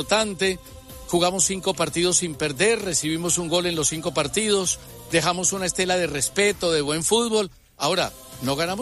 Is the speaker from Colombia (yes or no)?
yes; Colombia; mi pueblo, no entiendo a mi Colombia querida.